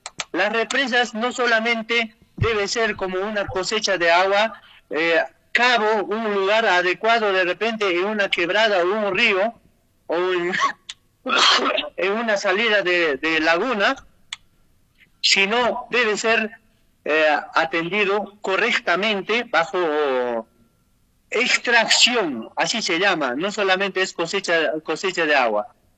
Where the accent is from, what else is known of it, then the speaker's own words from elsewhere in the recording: Cusco, Peru; nuestra región Cusco